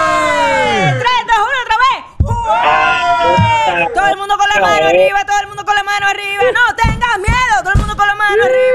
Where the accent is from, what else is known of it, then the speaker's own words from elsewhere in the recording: Caguas, Puerto Rico; Mi pueblo, mi querido pueblo